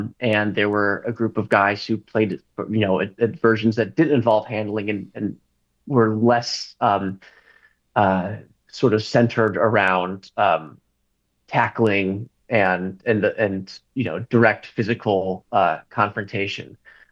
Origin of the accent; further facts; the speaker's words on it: United States; we as Americans